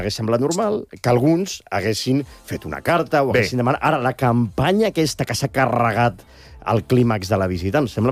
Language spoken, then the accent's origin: Catalan; Catalonia, Spain; first language Catalan; Jo que sóc catalanoparlant com a llengua materna, estic molt trist amb el que ha passat. És a dir, que els catòlics catalans, el que estem preocupats és exactament en quina llengua parlarà el Sant Pare